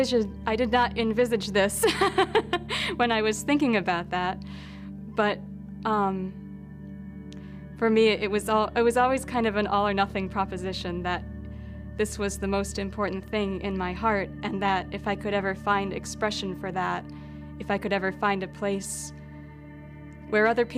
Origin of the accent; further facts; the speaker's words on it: Wisconsin, United States; moved away; I'm originally from Wisconsin. I'm a fairly recent convert to the Catholic faith